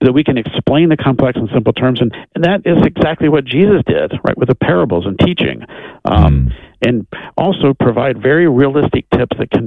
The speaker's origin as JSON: {"language": "English", "region": "Texas", "country": "United States", "said": "I'm from Texas, right?"}